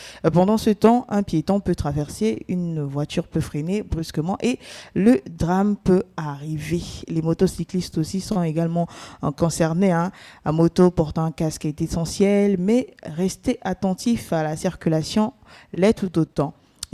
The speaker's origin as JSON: {"language": "French", "country": "Gabon", "said": "chez nous au Gabon, à Libreville, pendant les fortes pluies, certains quartiers se retrouvent sous l'eau."}